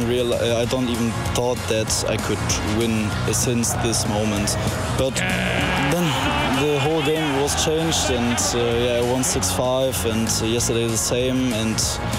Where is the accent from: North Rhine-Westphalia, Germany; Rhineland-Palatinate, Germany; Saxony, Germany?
North Rhine-Westphalia, Germany; Herford; English is a second language; I'm 21 years old. I come from Herford. It's a little bit higher than Bielefeld in Germany.